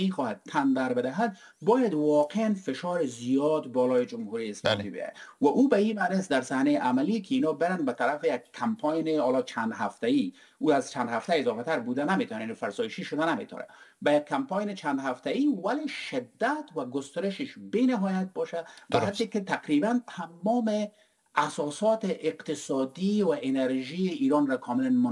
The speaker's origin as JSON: {"language": "Persian", "region": "Herat", "country": "Afghanistan", "moved": "yes", "said": "ما اصالتا از هرات هستیم،"}